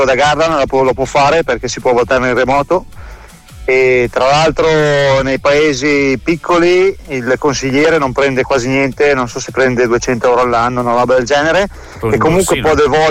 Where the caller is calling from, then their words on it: Mantua, Lombardy, Italy; di Mantova